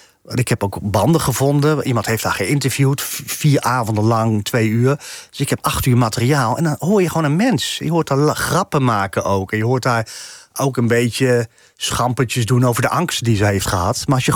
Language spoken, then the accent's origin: Dutch; Utrecht, Netherlands; Ik ben een Utrechter. Ik groeide op in Utrecht.